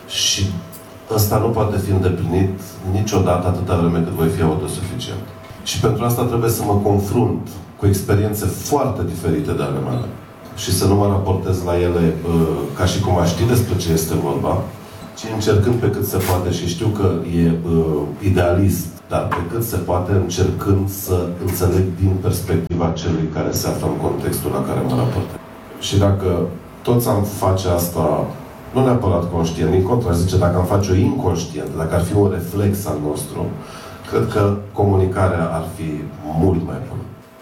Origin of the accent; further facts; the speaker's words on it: Maramureș County, Romania; mergea 2 săptămâni pe Valea Faserului, de unde sunt eu, din Vișel de...